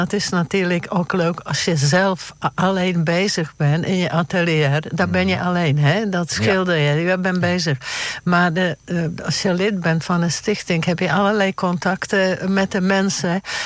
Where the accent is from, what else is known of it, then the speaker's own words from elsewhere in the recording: Teplice, Ústí nad Labem Region, Czechia; Dutch is a second language; moved away as an adult; also born or lived in Sweden; now in Netherlands; Ik kom uit Teplice-Zenau. Dat is net over de grenzen waar vroege Oost-Duitsland heel dichtbij bij Dresden.